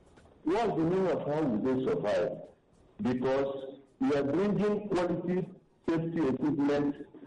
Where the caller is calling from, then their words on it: Lagos, Nigeria; I'm calling from Lagos.